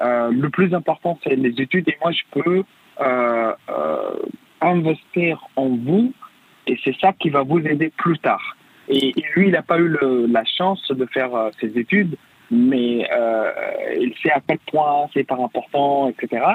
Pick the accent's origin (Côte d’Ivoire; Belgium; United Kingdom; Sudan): Sudan; Darfur; now in France; mon pays d'origine, le Soudan, et mon pays d'adaptation, où j'étais adopté, la France.